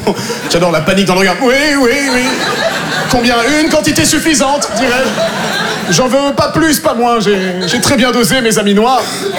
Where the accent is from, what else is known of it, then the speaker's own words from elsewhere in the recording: Normandy, France; born there; Moi, je suis né en Normandie.